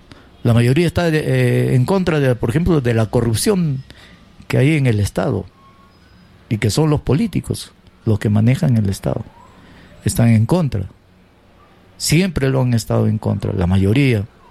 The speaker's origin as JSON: {"language": "Spanish", "country": "Peru"}